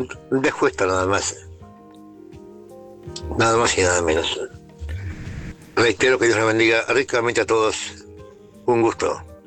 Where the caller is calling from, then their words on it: Fray Bentos, Río Negro, Uruguay; me comunico desde Fray Bentos, Uruguay. Bien, frente a Gualeguaychú.